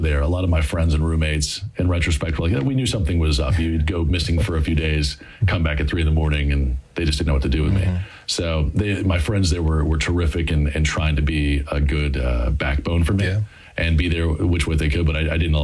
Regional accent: Douglasville, Georgia, United States; I grew up in Metro Atlanta. I grew up in Douglasville, Georgia.

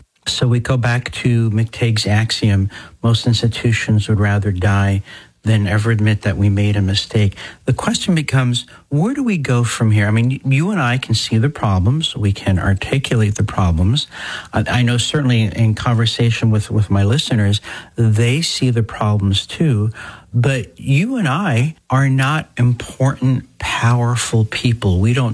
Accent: New Jersey, United States; now in Buffalo, United States; I grew up in New Jersey

